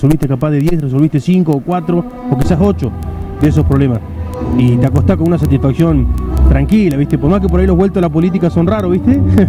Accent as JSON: {"language": "Spanish", "country": "Argentina", "tie": "born or raised there", "said": "Yo soy nacido y criado en Caleta."}